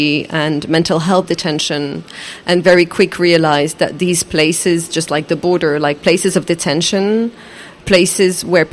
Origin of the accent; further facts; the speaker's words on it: Algeria; Personally for me, I grew up in Algeria in the 90s and we had a civil war where all the institutions collapsed